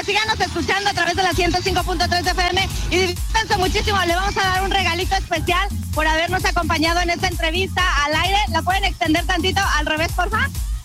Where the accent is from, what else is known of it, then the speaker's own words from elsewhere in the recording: Oaxaca, Mexico; así somos las oaxaqueñas, somos chaparritas